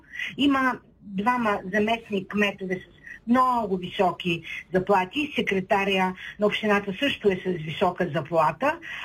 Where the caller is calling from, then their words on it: Shumen, Shumen Province, Bulgaria; от Шумен.